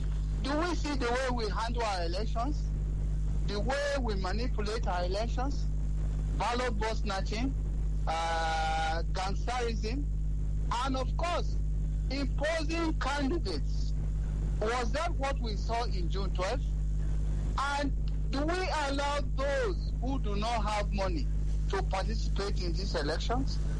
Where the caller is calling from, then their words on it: Abuja, Federal Capital Territory, Nigeria; I called from Abuja